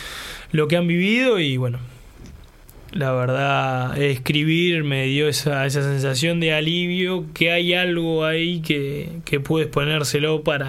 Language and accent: Spanish; Argentina; Y no, yo como argentino te tengo que decir argentino.